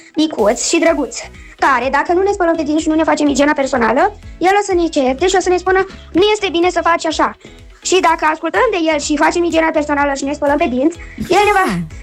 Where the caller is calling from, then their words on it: Suceava, Suceava County, Romania; din Suceava și am 9 ani